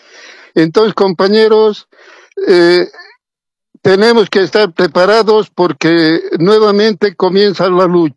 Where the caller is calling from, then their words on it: Cochabamba, Bolivia; los cochabambinos tenemos que defender la planta de urea